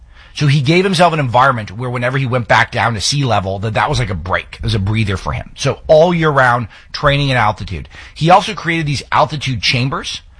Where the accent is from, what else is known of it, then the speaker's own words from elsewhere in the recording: United States; It's not that accessible as a American sports watcher to see a game where a team could be dominating and the score was still 0-0.